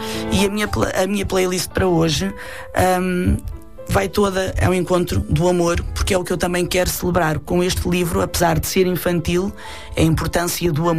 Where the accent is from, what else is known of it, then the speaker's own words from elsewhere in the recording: Ericeira, Lisbon, Portugal; eu sou da Ericeira, da parte norte, Largo de São Sebastião afora.